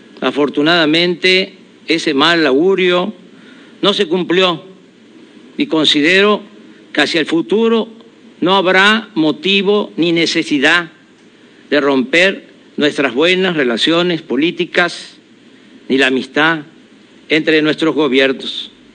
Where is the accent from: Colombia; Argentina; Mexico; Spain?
Mexico